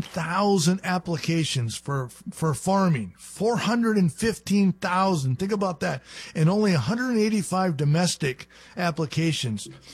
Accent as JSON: {"language": "English", "region": "California", "country": "United States", "said": "I'm from California, as you know, and California, let's talk labor for a minute, because labor is huge in California."}